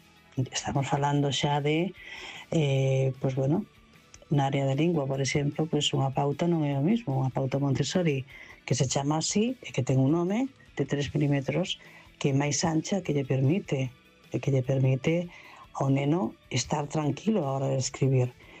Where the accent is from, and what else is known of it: Vigo, Galicia, Spain